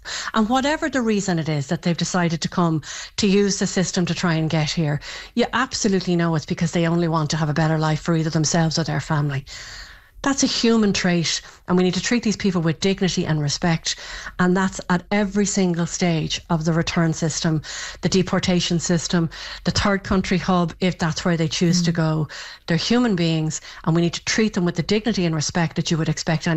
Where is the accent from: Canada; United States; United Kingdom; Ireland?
Ireland; We completely agree, and I'm from Ireland.